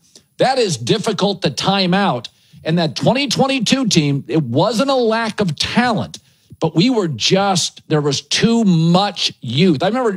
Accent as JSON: {"language": "English", "region": "Pacific Northwest", "country": "United States", "said": "I'm from the Pacific Northwest, which is a great soccer region in America."}